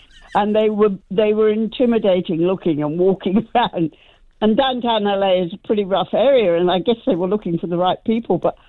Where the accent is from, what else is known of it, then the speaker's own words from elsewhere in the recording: England, United Kingdom; moved away; I was brought up in England on Dixon of Dock Green, you know, your friendly Bobby.